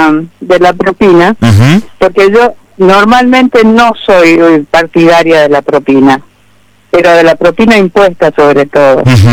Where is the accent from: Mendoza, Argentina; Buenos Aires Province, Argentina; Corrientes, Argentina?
Corrientes, Argentina